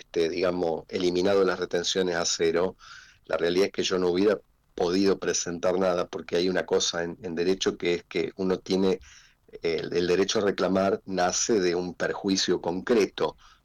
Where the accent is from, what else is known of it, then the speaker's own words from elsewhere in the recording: Pergamino, Buenos Aires Province, Argentina; Yo soy de Pergamino.